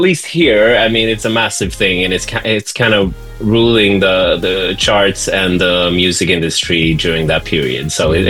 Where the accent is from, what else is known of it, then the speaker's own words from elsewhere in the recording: Stockholm, Stockholm County, Sweden; But yeah, I'm from Stockholm, Sweden.